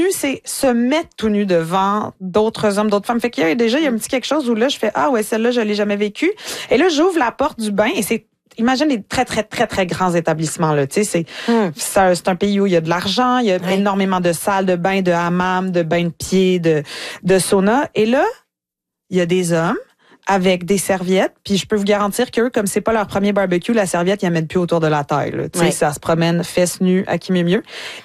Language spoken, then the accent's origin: French; Canada; accent: Canadian; il y a toujours quelqu'un pour imiter mon accent. « Ah, vous avez un petit accent, hein? Vous seriez pas canadienne. »